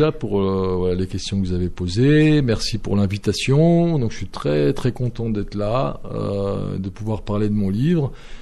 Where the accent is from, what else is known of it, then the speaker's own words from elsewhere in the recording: France; born there; Moi je ne viens pas d'Algérie, je suis né en France, mais j'ai repris contact avec ma famille là-bas.